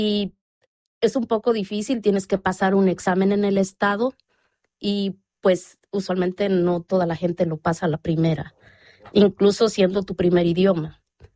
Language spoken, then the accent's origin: Spanish; Mexico; moved away as an adult; now in Bloomington, United States; soy originaria y orgullosamente de México. Llevo en Bloomington más de 20 años.